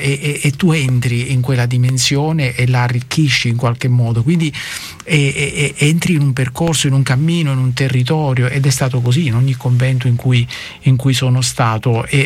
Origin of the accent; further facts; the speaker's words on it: Lucera, Apulia, Italy; born or raised there